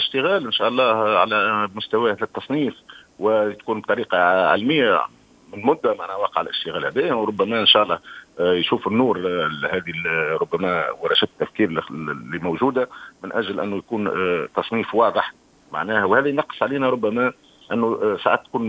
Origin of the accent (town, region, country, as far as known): Tunisia